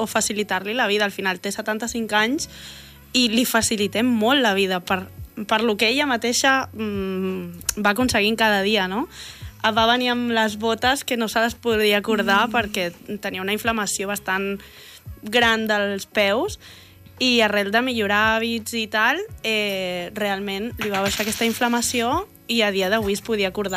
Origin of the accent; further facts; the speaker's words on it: Figueres, Catalonia, Spain; now in Rubí, Spain; Jo sóc de Figueres, em vaig traslladar aquí, vaig tenir a la meva filla aquí i arrel d'això aquí ens hem quedat